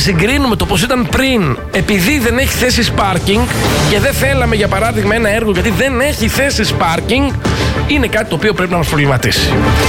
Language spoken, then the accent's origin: Greek; Lefkada, Ionian Islands, Greece